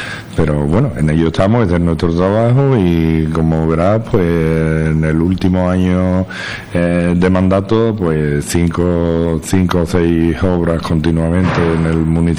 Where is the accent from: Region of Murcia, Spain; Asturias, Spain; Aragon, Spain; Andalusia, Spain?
Andalusia, Spain; La Antejuela